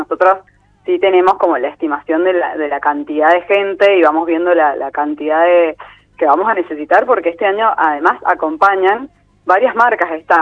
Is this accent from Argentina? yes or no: yes; Mendoza, Argentina